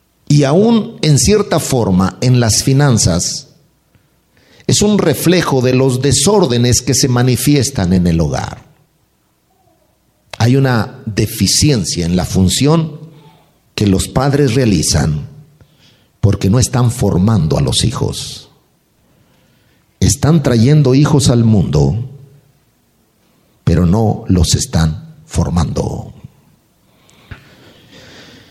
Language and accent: Spanish; Mexico; moved away; los casos de necesidad y los casos extremos que por muchos años se vio muy común en México, hablando particularmente de donde vengo.